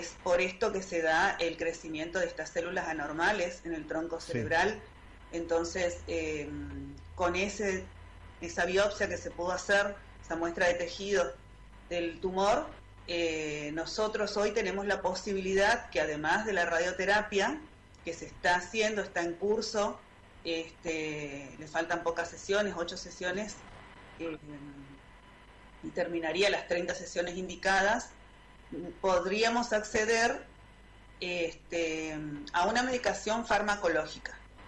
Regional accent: Puerto Tirol, Chaco, Argentina; Soy de Puerto Tirol, somos una familia de Puerto Tirol que estamos acompañando a Tomás, mi hijo de 22 años

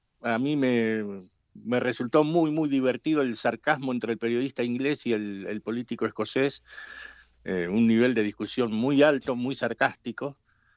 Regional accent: Rosario, Santa Fe, Argentina; moved away; yo soy de Rosario y de Barrio Belgrano

